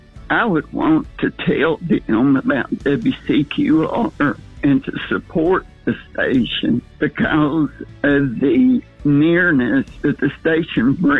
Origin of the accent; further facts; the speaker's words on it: Lebanon, Virginia, United States; I'm from Lebanon, Virginia.